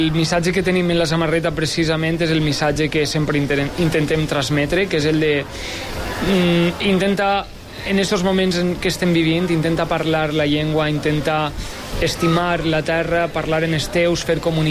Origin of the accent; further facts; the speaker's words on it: Villajoyosa, Valencian Community, Spain; de la Marina Baixa.